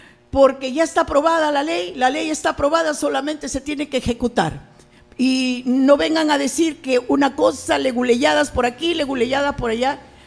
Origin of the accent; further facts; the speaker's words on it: Chiclayo, Lambayeque, Peru; ¿Cuántos de ellos serán de Chiclayo? ¿Cuántos de ellos les interesará mi terruño?